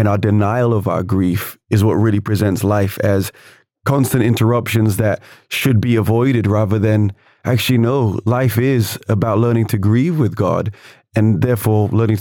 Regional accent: England, United Kingdom; I would say, as an Englishman, you know, we don't necessarily have the most integrated culture when it comes to our lament and our grief.

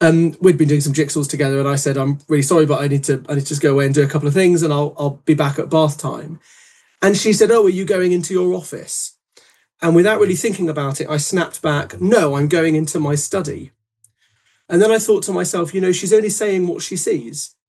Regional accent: England, United Kingdom; we are English at the end of the day

